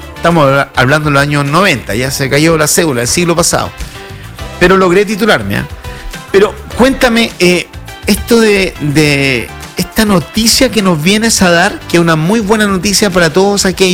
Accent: Chillán, Ñuble, Chile; Yo soy de Chillán y yo llegué a la universidad

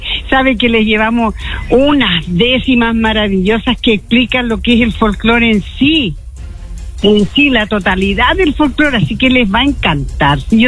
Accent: Chile; todos somos chilenos.

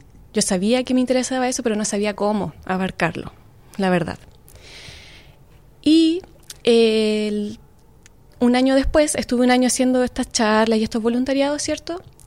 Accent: San Bernardo, Santiago Metropolitan Region, Chile; also born or lived in Viña del Mar; Bueno, yo crecí en San Bernardo, en Santiago. Sí, ahí estudié, ahí vive mi familia todavía.

